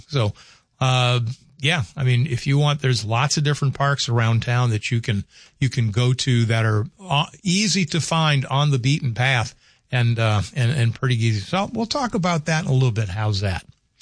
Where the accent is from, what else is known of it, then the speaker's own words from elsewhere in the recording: the South, United States; It's like growing up in the South. We didn't have air conditioning until we moved in 19. See, I was born in 56.